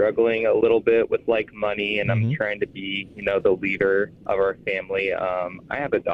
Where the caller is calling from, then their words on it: Grand Island, Nebraska, United States; Grand Island, Nebraska.